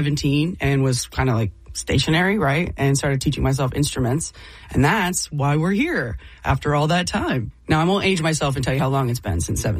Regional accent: Worthington, Ohio, United States; born or raised there

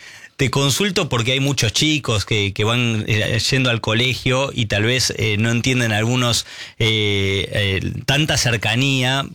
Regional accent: Argentina; Es interesante, me sonrío cuando hablas de cómo lo somos los argentinos, Alberto.

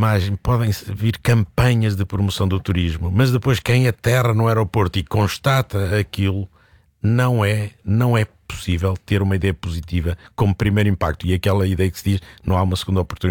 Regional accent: Portugal; Estou a pensar enquanto português.

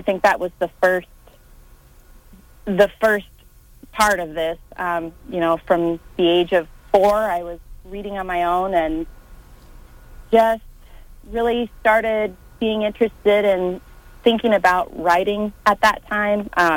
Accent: Concordia, Kansas, United States; Yeah, I grew up in the 80s and 90s and grew up on a farm just west of Concordia.

